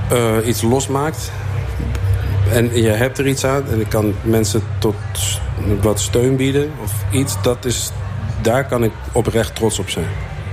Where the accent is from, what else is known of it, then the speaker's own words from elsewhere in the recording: Zwolle, Overijssel, Netherlands; Ja, ik kom uit Zwolle, maar ja, daar heb ik niks voor hoeven doen, hè.